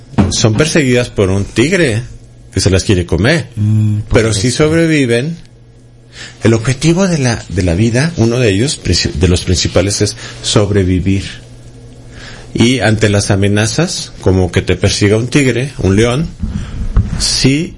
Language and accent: Spanish; Mexico